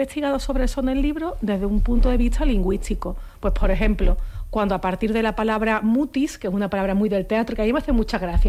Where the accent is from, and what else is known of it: Seville, Andalusia, Spain